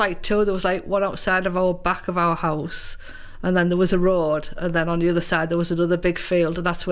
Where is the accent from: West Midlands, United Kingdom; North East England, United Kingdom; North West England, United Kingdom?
North East England, United Kingdom; Stockton-on-Tees; also born or lived in Ragworth; I was born in Ragworth, and then we moved to Roseworth.